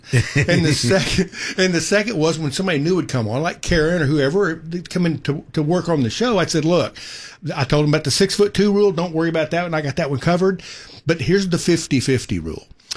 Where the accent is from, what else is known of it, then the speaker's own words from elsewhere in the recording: Fort Worth, Texas, United States; My dad, we're from Fort Worth. At this point, my parents had moved off to the little ranchette in Weatherford.